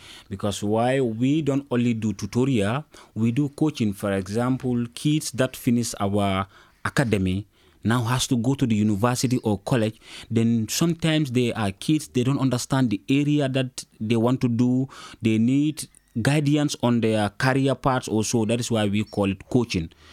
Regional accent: Gambia; now in Italy; the first day that we are coming from the Gambia, we landed in Milan at 4 o'clock.

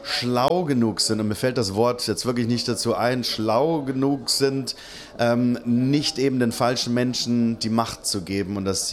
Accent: Germany; now in United States; wobei es in Deutschland bei uns ja auch gerade sehr herausfordernd aussieht, aber das ist halt hier mein Heimatland und ich will dann lieber den Kampf für unsere Rechte, den wir weiterhin kämpfen müssen, hier kämpfen.

